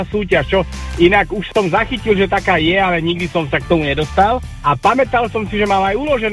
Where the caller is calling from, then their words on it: Bratislava, Bratislava Region, Slovakia; som z Bratislavy